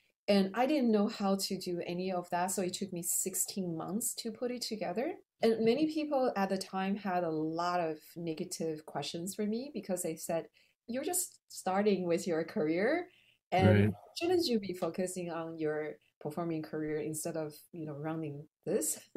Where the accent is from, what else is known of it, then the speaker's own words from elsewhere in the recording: Taipei, Taiwan; now in United States; I've never felt that anybody would not welcome me there because I am from Taiwan and I was born in Taiwan.